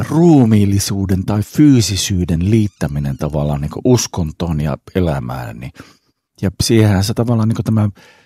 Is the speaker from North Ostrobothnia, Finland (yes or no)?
yes; Oulu, North Ostrobothnia, Finland